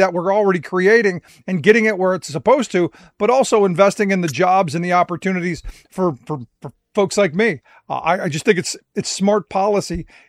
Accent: Cleveland, Ohio, United States; born or raised there

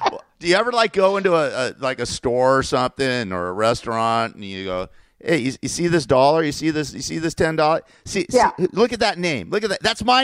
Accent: San Fernando Valley, California, United States; also born or lived in Burbank; I love it because I'm a native California too. I was born in Burbank and grew up in the San Fernando Valley.

